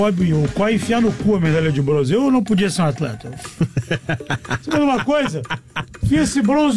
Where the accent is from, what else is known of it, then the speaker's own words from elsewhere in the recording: Brazil; Mas eu sou brasileiro, cara.